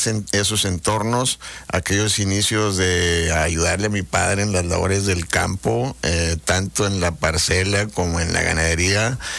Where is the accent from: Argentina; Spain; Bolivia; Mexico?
Mexico; Madera, Chihuahua; moved away; soy originario de un medio rural, de otro estado, allá en Chihuahua, mi natal Chihuahua, pero siempre añorando y recordando la vida de la sierra y entre los pinos, porque mi pueblo está enclavado allá en el municipio de Madera, Chihuahua